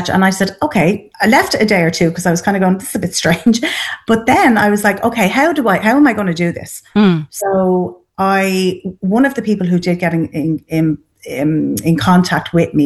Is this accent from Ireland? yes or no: yes; Dublin, Leinster, Ireland; moved away as an adult; now in East Meath, Ireland; I'm a blow-in. So I'm not originally from Meath. I'm from Dublin, and I moved into Eastmeath in COVID, during COVID. So I bought during COVID, and we moved in.